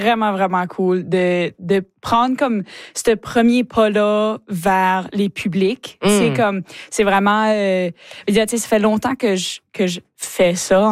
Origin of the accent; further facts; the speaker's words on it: Chéticamp, Nova Scotia, Canada; J'ai grandi à Chéticamp, comme t'as mentionné, t'sais.